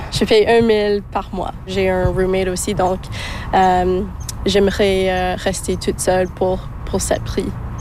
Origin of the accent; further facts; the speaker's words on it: Halifax, Nova Scotia, Canada; Je viens d'Halifax et la situation, je pense que pour louer au centre-ville, c'est presque la même ou plus difficile au Halifax.